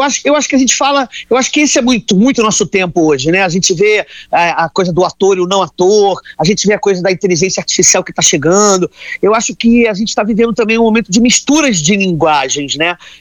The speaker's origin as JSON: {"language": "Portuguese", "region": "Rio de Janeiro", "country": "Brazil", "also_born_or_lived": "Minas Gerais (family)", "said": "foi muito importante a gente vir para o Rio, afinal, não só é a minha terra"}